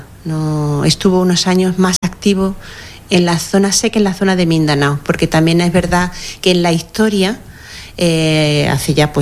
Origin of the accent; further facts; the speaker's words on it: Monesterio, Extremadura, Spain; now in Philippines; recibí una ayuda bastante importante de la diócesis de Mérida Badajoz, de mi pueblo, de monasterio también.